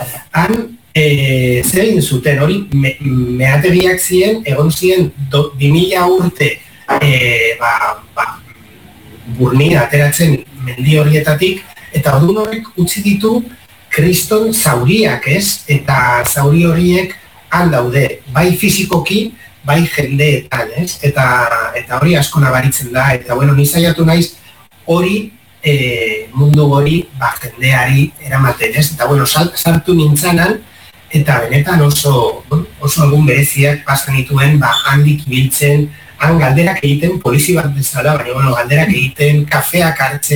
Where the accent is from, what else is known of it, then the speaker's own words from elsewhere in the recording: San Sebastián, Basque Country, Spain; Ni donostiarra naiz, baino Pasaian eta Uria mendian asko ibili naiz, asko.